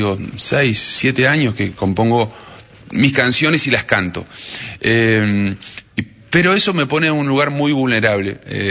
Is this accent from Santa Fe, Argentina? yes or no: no; Cutral Có, Neuquén, Argentina; now in Buenos Aires, Argentina; Yo soy de Cutralcó, Neuquén. Muy folclórico.